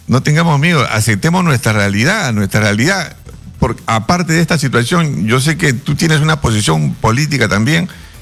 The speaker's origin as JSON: {"language": "Spanish", "country": "Peru"}